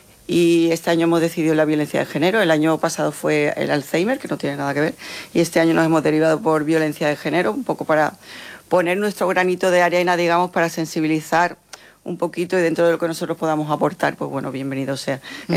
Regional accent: Conil de la Frontera, Andalusia, Spain; now in Madrid, Spain; Sí, yo soy de Conil.

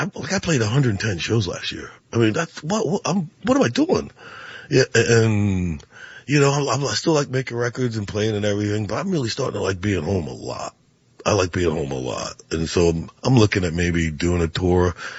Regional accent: Charleston, United States; You know, I grew up in Charleston fighting it

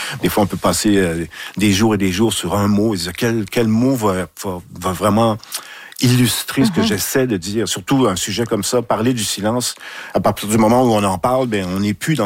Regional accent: Saguenay, Quebec, Canada; C'est, ouais, c'est le milieu d'où je viens. Je viens de Saguenay. J'ai été éduqué, élevé à côté de l'usine d'Alcan. Tous mes copains, mes copines, c'était des fils d'ouvriers, filles d'ouvrières.

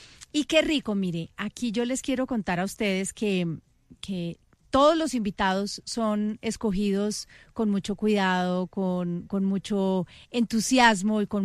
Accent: Medellín, Antioquia, Colombia; mi coterránea, porque también es de Medellín

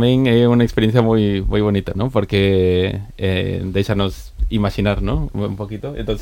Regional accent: Mexico; yo vengo de la música tradicional latinoamericana, en eso crecí yo en México

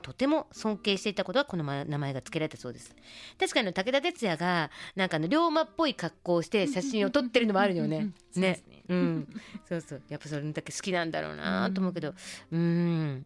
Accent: Tohoku, Japan; moved away; 私やっぱり東北出身なのもの

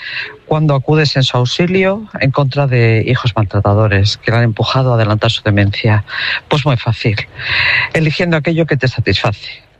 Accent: Cantabria, Spain; now in Seville, Spain; Soy cántabra en Sevilla.

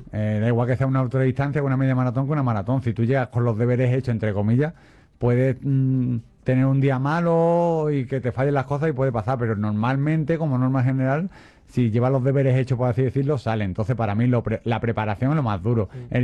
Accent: Ronda, Andalusia, Spain; los que somos de ronda

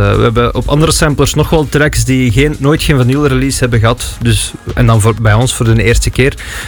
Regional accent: Duffel, Flanders, Belgium; moved away as an adult; now in Limburg, Belgium; Ik woon al 13 jaar in Limburg, maar ik ben oorspronkelijk van Waarloos, van Duffel.

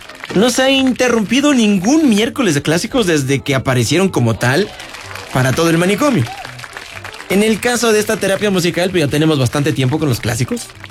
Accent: Querétaro, Mexico; born there; la feria de mi pueblo, que es la misma feria de Querétaro

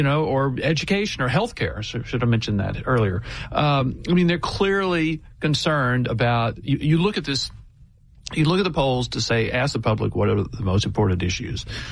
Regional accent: Alabama, United States; I'm from Alabama, but I hear there's a lot of football in Michigan, big stadiums.

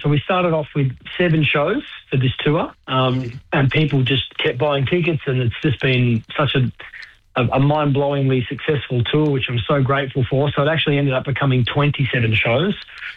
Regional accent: Australia; I think that he's important to us as a human, as an Australian.

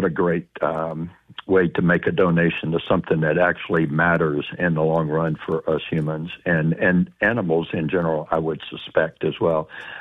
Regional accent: Deep South, United States; Mine was growing up in the deep south

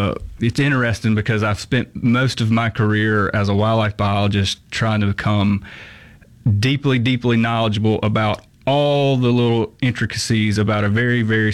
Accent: United States; born or raised there

